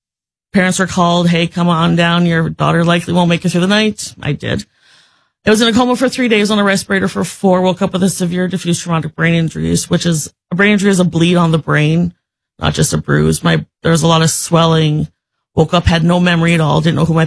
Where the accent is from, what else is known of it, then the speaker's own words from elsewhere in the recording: Regina, Saskatchewan, Canada; That is correct. Spent 47 years here almost.